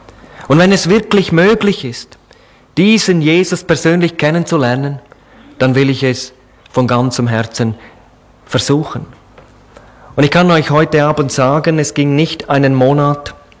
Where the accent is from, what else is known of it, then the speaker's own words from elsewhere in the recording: Switzerland; Ich möchte auch danken für die Einladung, dass ich als Schweizer hierher kommen durfte.